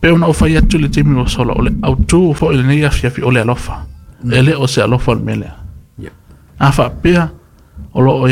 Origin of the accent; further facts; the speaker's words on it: Samoa; also born or lived in New Zealand; because that's where I'm from. I'm from Samoa, so, and I'm born in New Zealand.